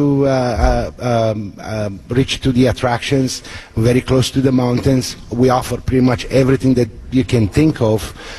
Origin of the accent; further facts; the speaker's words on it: Transylvania, Romania; moved away; I was born and raised in Romania, in Transylvania, and it's a It's a very, very similar. When we arrived here, me and my family, almost 40 years ago, we looked around and we said, oh, this is home.